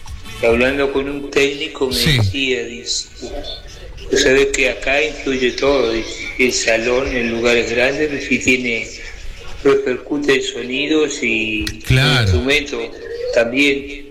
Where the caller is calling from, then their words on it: Viedma, Río Negro, Argentina; te hablo desde Viedma